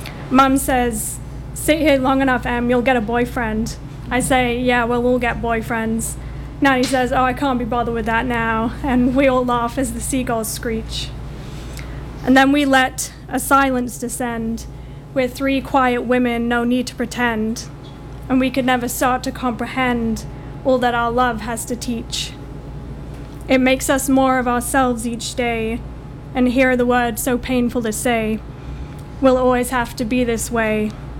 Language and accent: English; Ontario, Canada; though I grew up in Ontario